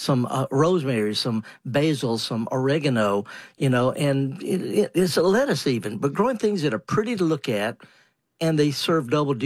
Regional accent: Mississippi, United States; Well, it could be, whether you're from Michigan, I'm from Mississippi.

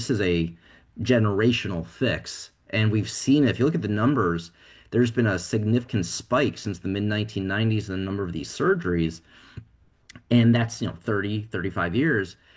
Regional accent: Chicago, Illinois, United States; I grew up in Chicago

